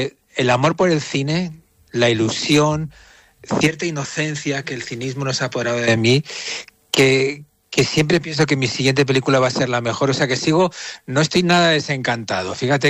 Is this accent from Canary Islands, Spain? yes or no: no; Bilbao, Basque Country, Spain; como soy de Bilbao